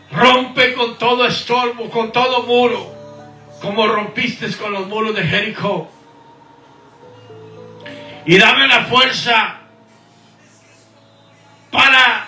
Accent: Guatemala; now in Houston, United States; mi tierra natal, Guatemala. … viviendo aquí en Houston, Texas, por ya 30 años pasaditos. Nacido en Guatemala

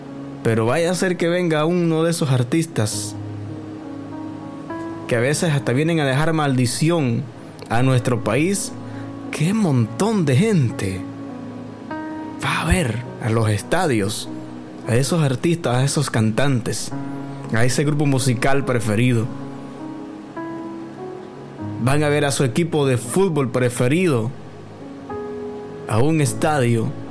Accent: El Salvador; somos testigos, los salvadoreños, y esto creo que anduvo en muchos países del mundo también. Gente que pagó para ir a ver un partido de fútbol aquí en nuestro país.

